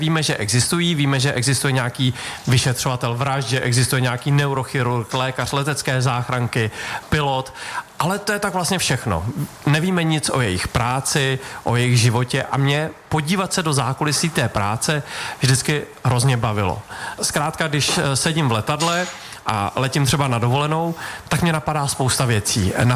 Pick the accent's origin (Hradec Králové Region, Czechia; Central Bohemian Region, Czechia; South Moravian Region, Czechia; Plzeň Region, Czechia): Hradec Králové Region, Czechia; Bolehošť; moved away as an adult; also born or lived in Rychnov nad Kněžnou / Prague; Narodil jsem se v Rychnově nad Kněžnou, protože v Opočně, které bylo blíž, zrovna malovali. A jinak jsem až do 18 let, kdy jsem pak šel studovat do Prahy, tak jsem žil v Bolehošti.